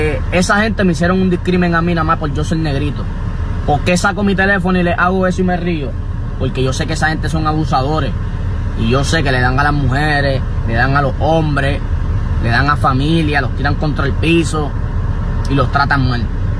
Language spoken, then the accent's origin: Spanish; Puerto Rico; born there; Pues en Puerto Rico, yo nací en Puerto Rico